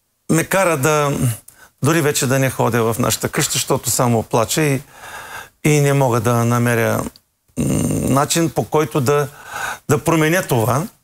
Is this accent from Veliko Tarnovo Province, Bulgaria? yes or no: yes; Polski Trambesh, Veliko Tarnovo Province, Bulgaria; born or raised there; moved away